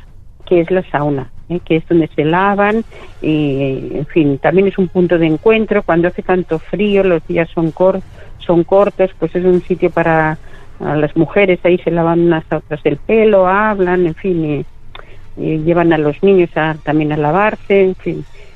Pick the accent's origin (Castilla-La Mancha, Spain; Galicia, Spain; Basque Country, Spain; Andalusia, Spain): Castilla-La Mancha, Spain; Toledo; Cuando digo que soy de La Mancha me dicen, ah, como Don Quijote.